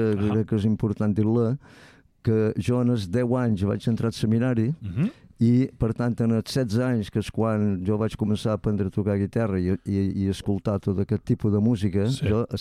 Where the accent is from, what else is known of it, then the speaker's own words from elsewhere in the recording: Ferreries, Balearic Islands, Spain; also born or lived in Maó; Jo som de Ferreries, uh-huh. però després vaig anar a viure a Mó